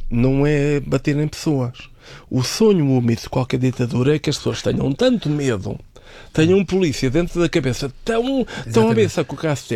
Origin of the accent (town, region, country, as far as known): Portugal